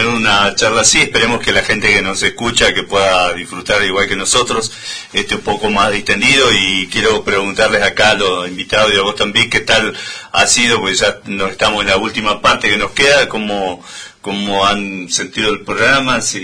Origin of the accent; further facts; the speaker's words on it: Argentina; nosotros, los argentinos.